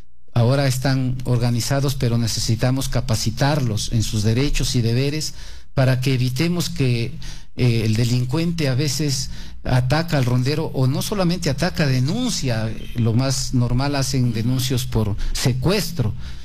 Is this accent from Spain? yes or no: no; Peru; mi pueblo de la Asunción